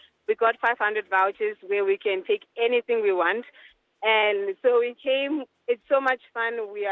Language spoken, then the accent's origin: English; Aminuis, Omaheke, Namibia; I grew up on a farm, Okameruna. Yeah. All the way from Aminus.